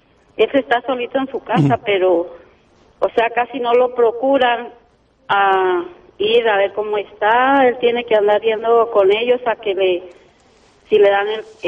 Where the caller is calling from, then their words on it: Chihuahua, Mexico; Yo vivo aquí en Chihuahua